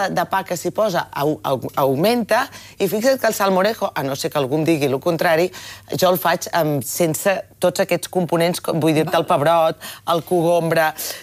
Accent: Catalonia, Spain; perquè jo soc vallesana, del Vallès, i al Vallès sempre hem dit síndria. També diem pues i coses així

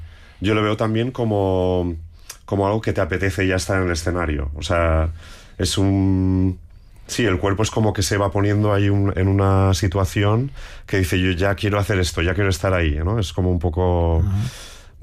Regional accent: Balearic Islands, Spain; moved away as an adult; now in Madrid, Spain; media vida fuera de casa, eso ya sí. O sea, porque yo me fui de Mallorca, pues hará unos 25 años, sí, más o menos. Sí, o alguno más. Y, o sea, ya llevo más tiempo fuera que en casa.

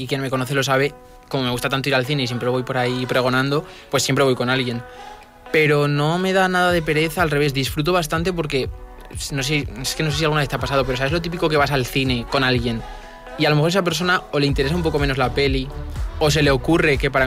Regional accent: Orihuela, Aragon, Spain; moved away; en mi pueblo, sobre todo, en Orihuela.

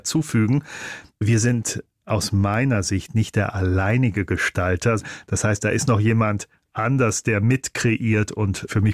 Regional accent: North Rhine-Westphalia, Germany; Ich bin ja auf dem Bauernhof aufgewachsen im Bergischen Land in Nordrhein-Westfalen. Die schönste Kindheit, die man sich vorstellen kann. Traktorfahren, Kartoffelfeuer, Heuernte.

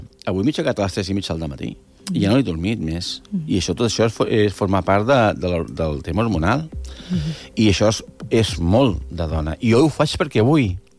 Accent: Catalonia, Spain; I jo, perfecte, m'he dit, igual, jo soc catalana.

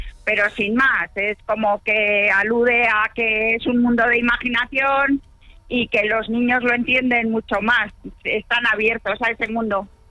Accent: Bilbao, Basque Country, Spain; moved away; also born or lived in London / Barcelona / Baltimore / Vigo; Soy bilbaína.

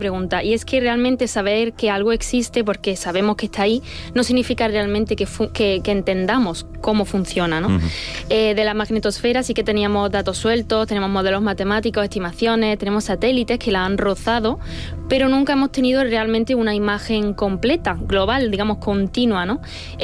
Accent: Andalusia, Spain; hasta mi tierra, hasta en Andalucía

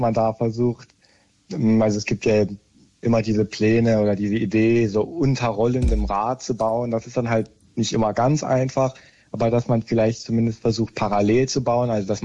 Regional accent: Dresden, Saxony, Germany; Ich komme ja aus Dresden.

